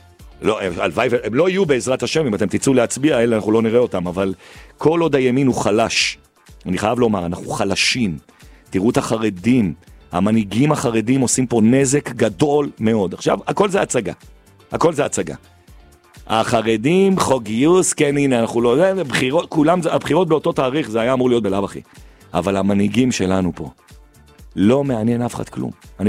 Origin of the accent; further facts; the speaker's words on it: Jerusalem, Jerusalem District, Israel; אני גדלתי בחרדים. אני גדלתי ברחוב הנביאים, במקביל מאה שערים.